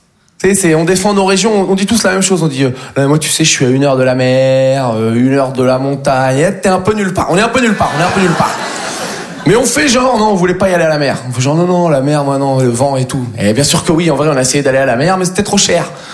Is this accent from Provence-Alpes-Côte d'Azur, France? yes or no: no; Nouvelle-Aquitaine, France; Moi, je viens du Poitou-Charentes. Tout le monde s'en bat les couilles de nous, quoi. Je sais même pas si on a un drapeau, quoi.